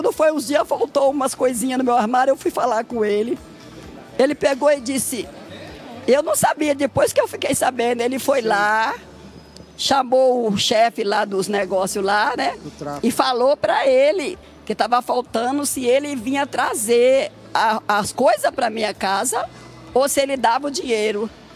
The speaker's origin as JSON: {"language": "Portuguese", "town": "Itapevi", "region": "São Paulo", "country": "Brazil", "said": "Eu vim de Itapevi."}